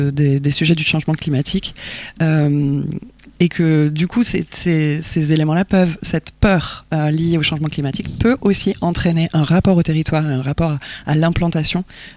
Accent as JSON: {"language": "French", "region": "South-West France", "country": "France", "moved": "yes", "lives_now": "Brittany, France", "said": "Moi, je viens du Sud-Ouest. C'est … qui parle. Je viens du Sud-Ouest"}